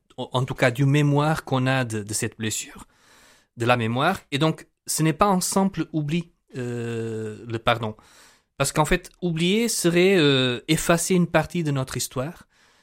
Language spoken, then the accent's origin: French; Portugal; Moi, je suis portugais